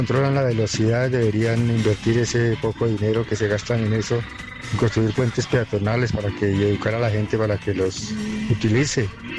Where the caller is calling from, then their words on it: Sopó, Cundinamarca, Colombia; Reportando sintonía por aquí de Sopó, Cundinamarca